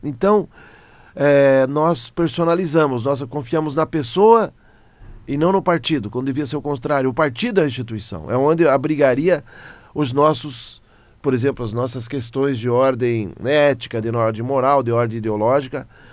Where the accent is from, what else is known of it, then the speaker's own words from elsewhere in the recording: Brazil; nós sonhamos enquanto brasileiros